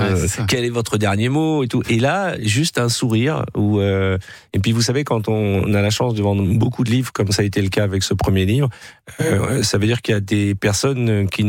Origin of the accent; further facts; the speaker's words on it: France; moi je suis français, moi je m'occupe pas de la politique israélienne, j'ai déjà du mal à comprendre la politique en France.